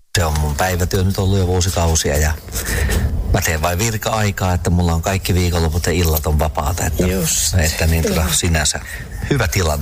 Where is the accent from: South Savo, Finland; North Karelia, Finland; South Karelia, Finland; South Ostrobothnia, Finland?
South Ostrobothnia, Finland; Kauhajoki; harrastajateatteria harrastanut niin Kauhajoen, mistä olen kotoisin.